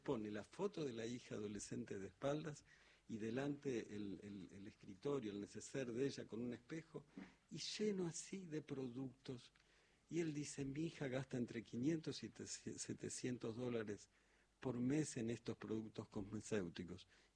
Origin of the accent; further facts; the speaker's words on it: Argentina; Entonces como cuando yo escuché, y yo soy re argentino, y digo, bueno, este país ha recibido históricamente...